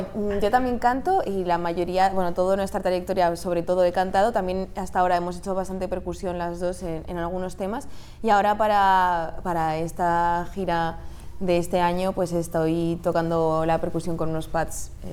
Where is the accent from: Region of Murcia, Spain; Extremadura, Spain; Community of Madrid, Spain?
Community of Madrid, Spain; Madrid; y luego soy española por parte de padre también y he nacido aquí y me he criado aquí en Madrid.